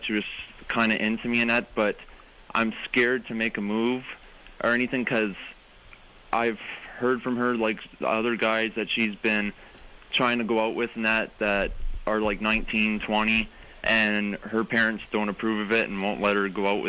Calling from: Windsor, Ontario, Canada; I'm calling from Windsor, Ontario.

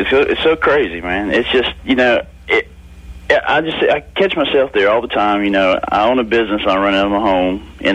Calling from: Atlanta, Georgia, United States; Downtown Atlanta.

